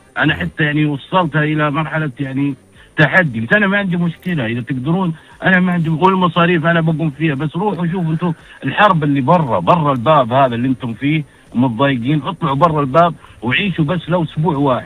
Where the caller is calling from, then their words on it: Saudi Arabia; كان عندنا في السعودية يمكن الحرمة ما كانت تسوق عندنا في السعودية.